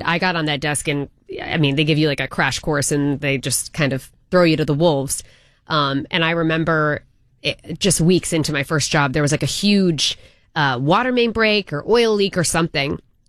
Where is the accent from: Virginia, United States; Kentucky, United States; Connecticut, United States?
Connecticut, United States; No, I'm from Connecticut originally, and went to school at Hofstra University on Long Island for broadcast journalism.